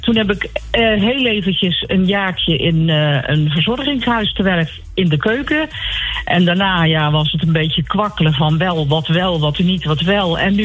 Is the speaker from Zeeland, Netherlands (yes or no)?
yes; Zeeland, Netherlands; Ik ben een Zeeuwse